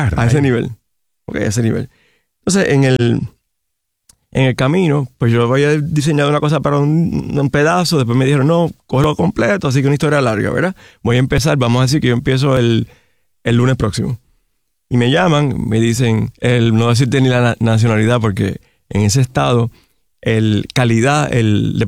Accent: Puerto Rico; yo soy puertorriqueño.

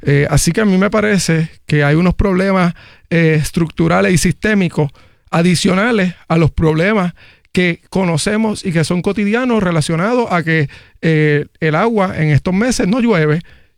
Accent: Aguada, Puerto Rico; El noroeste de donde yo soy, Aguada

